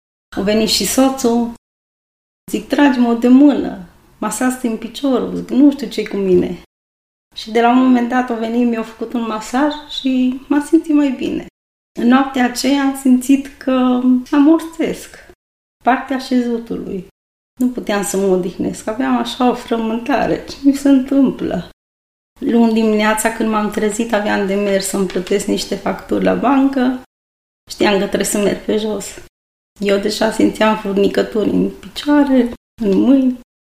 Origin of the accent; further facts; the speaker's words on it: Pâncota, Arad County, Romania; Vin din orașul Pâncota, județul Arad, provin dintr-o familie de creștini.